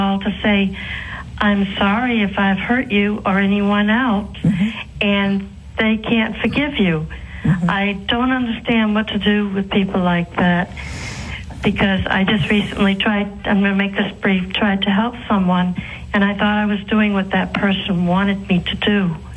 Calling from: Portsmouth, New Hampshire, United States; I'm from Portsmouth, New Hampshire.

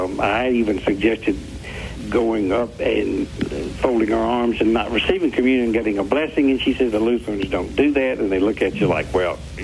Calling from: Atlanta, Georgia, United States; Atlanta, Georgia.

